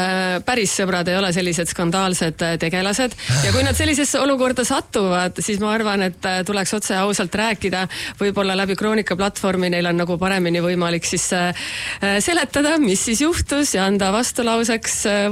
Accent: Pärnu, Pärnu County, Estonia; born there; now in Tallinn, Estonia; olen sündinud Pärnus ja elan Tallinnas.

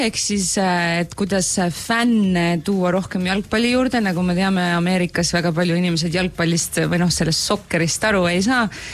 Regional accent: Merivälja, Harju County, Estonia; no see algas sellest , et ma olen Meriväljalt merineitsina no.

